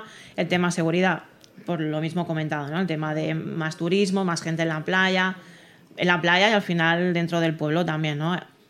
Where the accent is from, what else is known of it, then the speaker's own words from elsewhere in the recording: Spain; yo, que soy de Can Roca